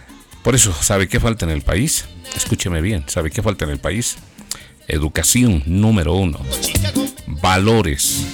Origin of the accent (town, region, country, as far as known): Bolivia